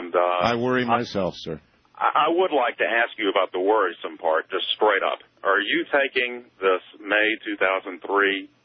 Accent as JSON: {"language": "English", "region": "Louisiana", "country": "United States", "said": "I'm originally from Louisiana, and whenever we would go out hunting ducks, we would always have decoys"}